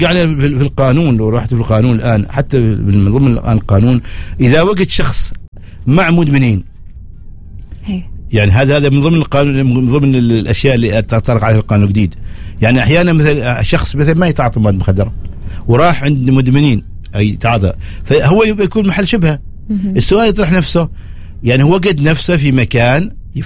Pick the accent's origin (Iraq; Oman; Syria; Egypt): Oman; عندنا في سلطنة عمان